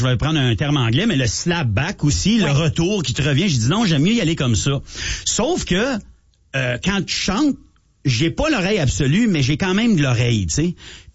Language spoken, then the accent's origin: French; Ottawa, Ontario, Canada; moi je viens d'Ottawa, là, j'ai resté à Ottawa longtemps, mais je dis Ottawa, je voulais pas dire Canada.